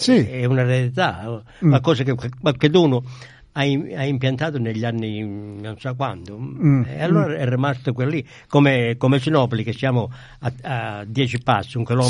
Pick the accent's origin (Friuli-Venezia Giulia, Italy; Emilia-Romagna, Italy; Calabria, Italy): Calabria, Italy; questo nostro dialetto calabrese